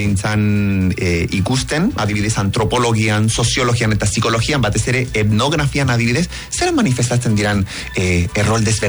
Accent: Chile; moved away; ni txiletarra naiz, eta klaro, kulturen artean be, nahiko tradizionala, edo hemendik konparatuta adibidez, tradizionalagoa da Txile

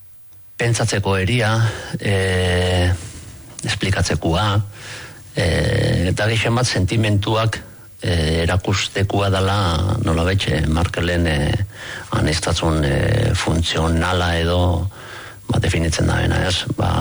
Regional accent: Bergara, Basque Country, Spain; Bergaratik nator

